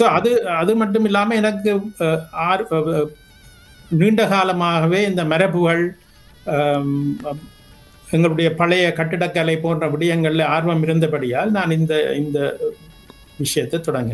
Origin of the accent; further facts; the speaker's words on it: Jaffna, Northern Province, Sri Lanka; now in Canada; நான் பிறந்து வளர்ந்தது வண்ணார்பண்ணையில். வண்ணார்பண்ணையில் நீங்கள் பார்த்தீங்கன்னு சொன்னால் நிறைய பழங்காலத்து வீடுகள் எல்லாம், அந்த காலத்தில் நிறைய பழங்காலத்து வீடுகள் இருந்தது அந்த ஏரியாவில்.